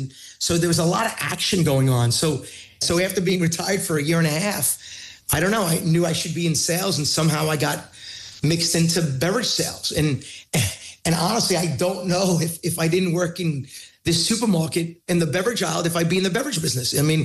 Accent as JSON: {"language": "English", "town": "Queens", "region": "New York", "country": "United States", "said": "That's why I always say … from Queens, right?"}